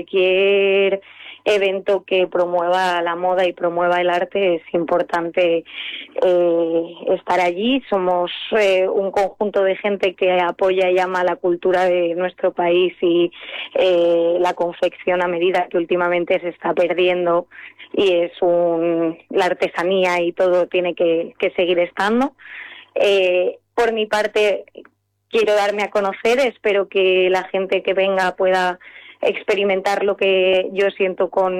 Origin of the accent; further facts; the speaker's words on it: Madrid, Community of Madrid, Spain; moved away as an adult; also born or lived in Italy; now in Seville, Spain; 18 años, cuando se te abren las puertas del mundo, me fui a Italia a estudiar diseño de moda. A la que volví a Madrid, porque yo soy madrileña